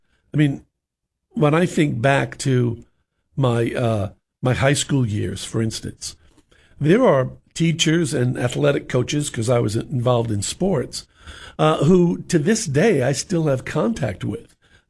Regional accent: New York, United States; I grew up in New York, and I was the youngest of 6 children.

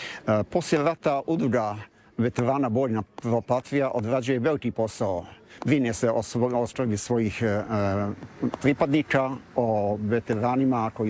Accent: Drijenča, Federation of Bosnia and Herzegovina, Bosnia & Herzegovina; born there; rođen sam ovdje u Drijenči.

